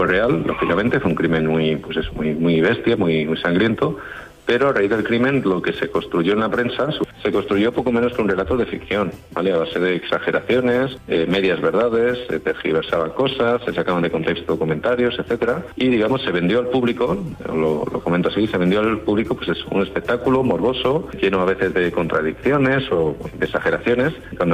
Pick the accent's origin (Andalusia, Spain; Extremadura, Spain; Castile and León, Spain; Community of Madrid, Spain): Extremadura, Spain; Soy extremeño, como decías, de la Sierra de Gata